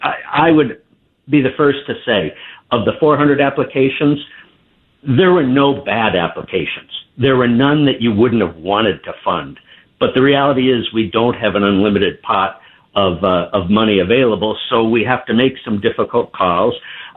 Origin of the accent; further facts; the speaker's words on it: Holland, New York, United States; I grew up in the South Towns in a small town called Holland.